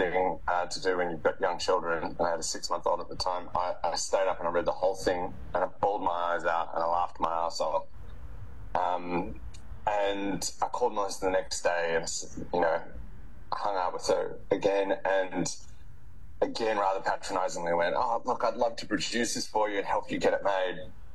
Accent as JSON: {"language": "English", "country": "Australia", "tie": "born or raised there", "moved": "as an adult", "said": "brought up as a good Aussie boy"}